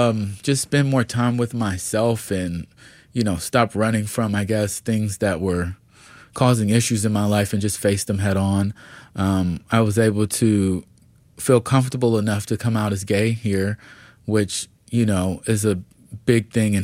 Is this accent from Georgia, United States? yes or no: yes; Atlanta, Georgia, United States; I'm from Atlanta, Georgia.